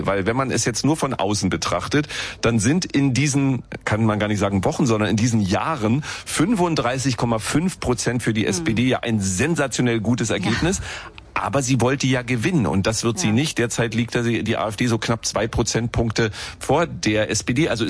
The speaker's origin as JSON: {"language": "German", "region": "Berlin", "country": "Germany", "said": "Auch wenn es einem als Berliner schwerfällt, zu sagen, wir sind offenbar heute nicht der Mittelpunkt"}